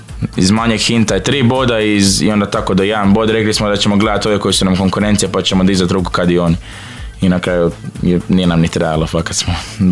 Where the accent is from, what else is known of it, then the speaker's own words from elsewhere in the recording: Zagreb, City of Zagreb, Croatia; ja sam kao iz Zagreba, ja isto imam neke korijene dolje